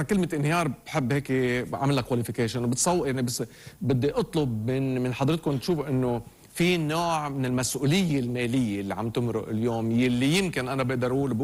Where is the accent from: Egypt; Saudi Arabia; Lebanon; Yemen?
Lebanon